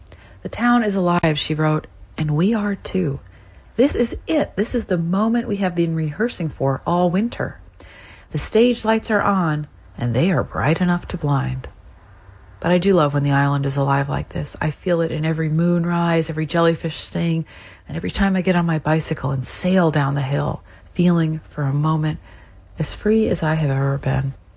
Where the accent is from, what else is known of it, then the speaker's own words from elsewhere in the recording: Provincetown, Massachusetts, United States; Growing up in Provincetown, I used to hear people talk about coming down with a case of augustitis.